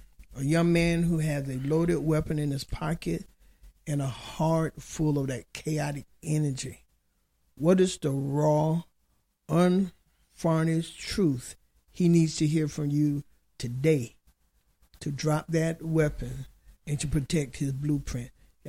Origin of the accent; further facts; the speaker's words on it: Fort Lauderdale, Florida, United States; I'm from Fort Lauderdale